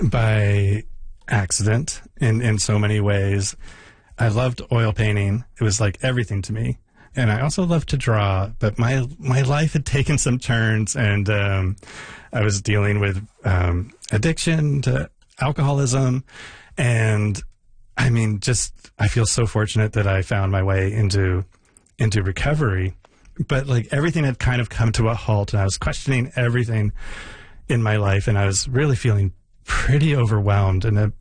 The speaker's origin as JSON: {"language": "English", "country": "Canada", "tie": "born or raised there", "also_born_or_lived": "San Francisco, United States"}